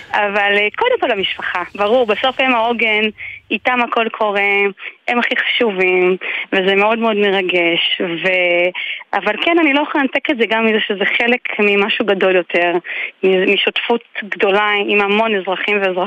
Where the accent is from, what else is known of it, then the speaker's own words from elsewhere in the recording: Migdal HaEmek, Northern District, Israel; ומבחינתי גם, אני אגיד רגע ברמה האישית, בכל זאת אני גדלתי במגדל העמק.